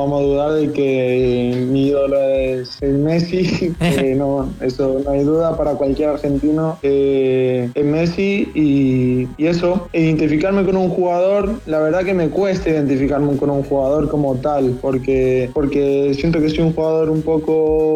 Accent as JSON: {"language": "Spanish", "town": "Torrevieja", "region": "Valencian Community", "country": "Spain", "tie": "born or raised there", "said": "Ellos se vinieron, si no recuerdo mal, uno o dos años antes de que yo naciera. Se vinieron para España y nací acá. Y bueno, como mis padres se buscaron el trabajo acá en España y ahí caí yo. Y nada, y me crié acá en Torrevieja."}